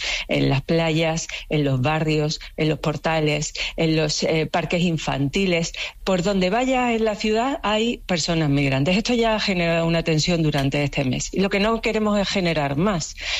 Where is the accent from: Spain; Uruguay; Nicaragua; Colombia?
Spain; Ceuta; Yo sinceramente creo que España, como país, yo como española, como ceutí, como europea, pido que se desplieguen todos los medios necesarios del Estado.